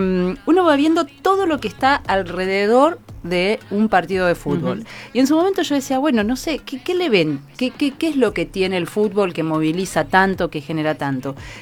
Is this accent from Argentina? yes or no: yes; Argentina; que soy de Argentina